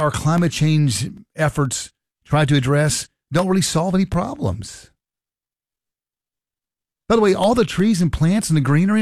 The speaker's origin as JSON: {"language": "English", "area": "Hancock County", "region": "Kentucky", "country": "United States", "tie": "born or raised there", "said": "I grew up in Hancock County"}